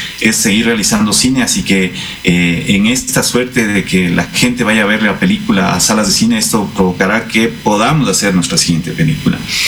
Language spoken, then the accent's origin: Spanish; Ecuador; en el Ecuador nuestro mercado es súper pequeñito